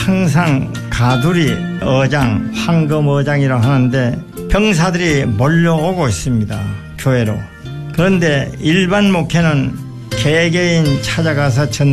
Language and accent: Korean; Yeongdong, North Chungcheong, South Korea; moved away; 제 고향이 충북 영동군 상촌면 산골짜기입니다.